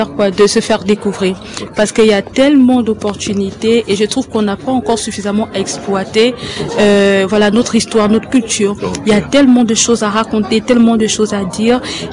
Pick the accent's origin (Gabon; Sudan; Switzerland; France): Gabon; moved away; moi, je viens de l'Afrique subsaharienne, du Gabon.